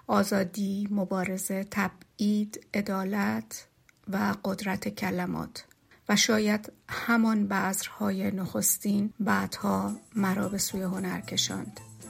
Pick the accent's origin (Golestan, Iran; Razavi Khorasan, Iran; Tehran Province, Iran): Golestan, Iran; Gorgan; در گرگان به دنیا آمدم. شهری که نه از دل انتخاب بلکه به واسطه انتقال کاری پدرم در آن ساکن شدیم. شهری دوست داشتنی با طبیعتی سبز و آسمانی اغلب ابری که نخستین تصویرهای کودکیم را شکل داد.